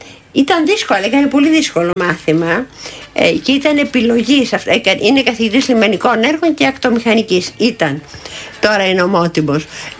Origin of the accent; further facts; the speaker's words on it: Athens, Attica, Greece; Γέννημα Θρέμα, εγώ γεννήθηκα στην Αθήνα, ο πατέρας μου ήταν Καλαματιανός και η μητέρα μου Κυρκυραία.